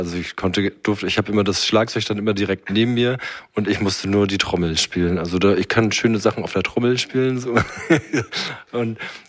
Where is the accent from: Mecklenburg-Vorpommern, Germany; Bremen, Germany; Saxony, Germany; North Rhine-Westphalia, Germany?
Mecklenburg-Vorpommern, Germany; Malchow; moved away as an adult; also born or lived in Waren; now in Berlin, Germany; ursprünglich komme ich von der Müritz, also oder beziehungsweise aus Malchow. In Waren bin ich geboren, in Malchow aufgewachsen, wohne aber in Berlin, in Köpenick.